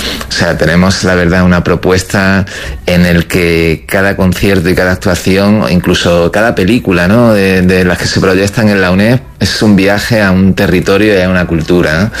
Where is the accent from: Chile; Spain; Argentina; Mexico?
Spain; Melilla; que refleja un poco lo que somos los melillenses.